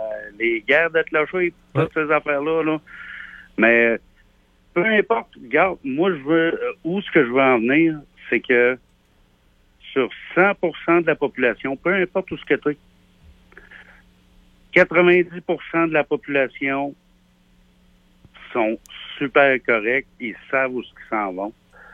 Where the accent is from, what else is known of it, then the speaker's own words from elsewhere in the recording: Quebec City, Quebec, Canada; now in Baie-Trinité, Canada; Moi, je suis natif de Québec. Je suis rendu sur la Côte-Nord.